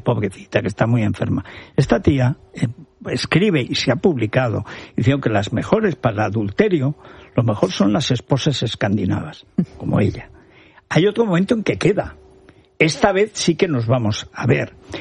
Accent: Spain; Porque somos españoles y nos gusta como ganar el Mundial.

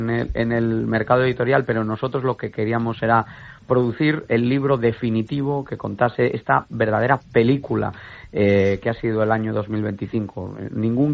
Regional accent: Santiago de Compostela, Galicia, Spain; yo soy de Santiago Compostela, por si acaso no he dado suficientes pistas con mi acento, ¿no?

